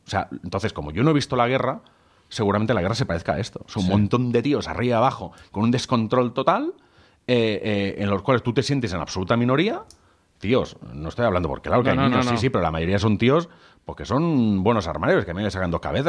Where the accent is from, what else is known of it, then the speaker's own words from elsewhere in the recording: Spain; aquí los únicos que pagamos el pato por el cambio climático o lo que sea somos los gilipollas españoles, ¿no?